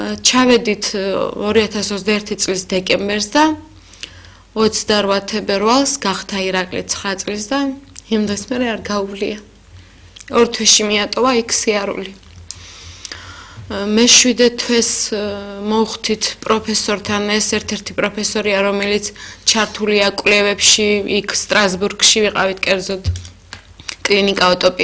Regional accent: Abkhazia, Georgia; moved away as an adult; ჩვენ აფხაზეთიდან ვართ. იქ ცხოვრობდით, ძალიან ბედნიერი ცხოვრება გვქონდა, მაგრამ სამწუხაროდ შეიცვალა ჩვენი ცხოვრება და 2021 წელს გავემგზავრეთ საფრანგეთში.

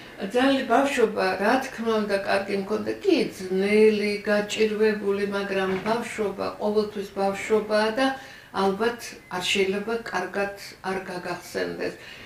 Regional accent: Tbilisi, Georgia; born or raised there; moved away

